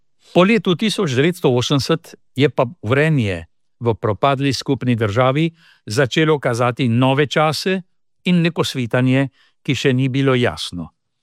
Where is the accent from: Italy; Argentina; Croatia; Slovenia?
Argentina; Kot Slovenec iz Argentine in edini iz diaspore